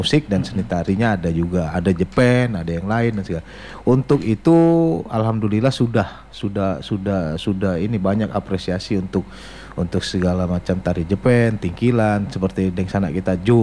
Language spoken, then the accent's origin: Indonesian; East Kalimantan, Indonesia; Marilah kita sama-sama sebagai orang Kutai. Jadi saya campur bahasa Indonesia ini bahasanya.